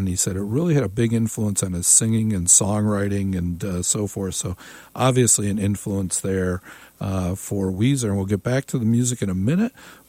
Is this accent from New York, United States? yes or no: yes; Johnson City, New York, United States; I grew up in Johnson City, New York, and went to school at SUNY Binghamton.